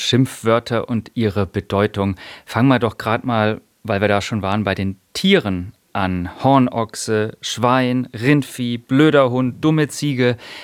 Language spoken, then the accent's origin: German; Swabia, Germany; Ich komme ja aus dem Schwäbischen